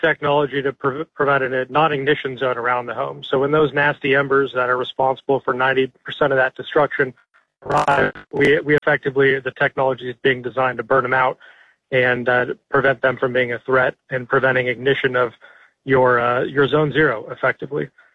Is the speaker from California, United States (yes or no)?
yes; Altadena, California, United States; I witnessed the LA fires in my hometown of Altadena, and looked at that devastation.